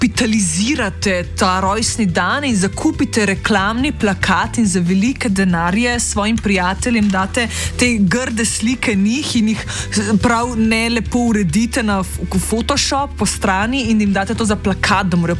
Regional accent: Medvode, Central Slovenia, Slovenia; now in Ljubljana, Slovenia; kot prebivalci, prebivalka Ljubljane, ki sem iz Medvodca

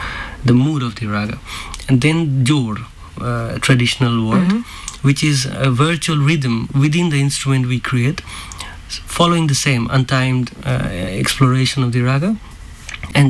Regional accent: India; we as an Indian in general believe in life incarnation and few lives before and after.

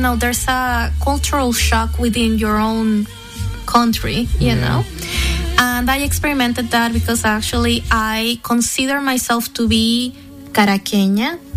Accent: Caracas, Capital District, Venezuela; and I'm actually from Santiago de León de Caracas, which is the original capital city

